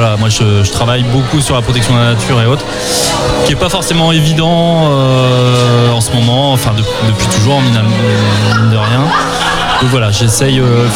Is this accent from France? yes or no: yes; Brittany, France; je suis originaire des Côtes d'Armor, la baie de Saint-Brieuc, voilà, le littoral Nord-Bretagne qui est très peu connu pour le surf